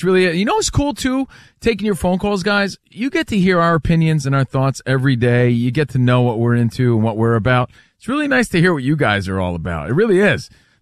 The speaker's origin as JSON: {"language": "English", "region": "East Coast", "country": "United States", "tie": "born or raised there", "said": "So, I remember, you know, growing up on the East Coast, my parents, you know, bought me that."}